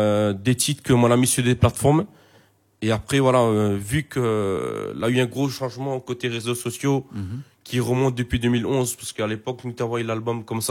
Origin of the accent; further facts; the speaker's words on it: Réunion; now in France; On est comme un pilier sur la France en tant que Réunionnais.